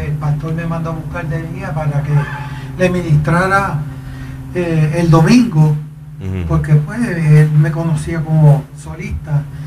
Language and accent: Spanish; Yauco, Puerto Rico; nos fuimos para mi pueblo Yauco